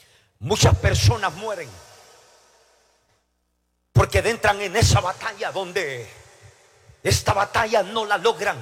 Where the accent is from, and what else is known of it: El Salvador; moved away